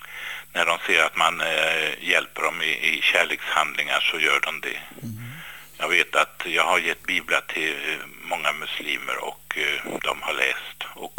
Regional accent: Värmland, Sweden; born there; Nej, Jag är född i Värmland. Min pappa är dansk och min mamma kom från Partille.

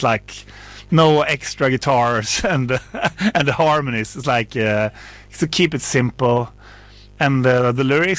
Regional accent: Falköping, Västra Götaland, Sweden; So I'm from Falköping

